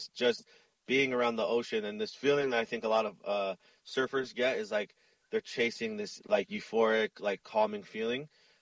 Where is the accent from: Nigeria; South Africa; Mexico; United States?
United States; Makaha, Hawaii; Growing up in Makaha and seeing these guys use literally anything to surf